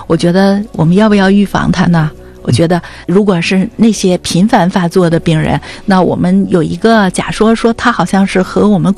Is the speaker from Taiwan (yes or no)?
no; Northeast China, China; 我们东北人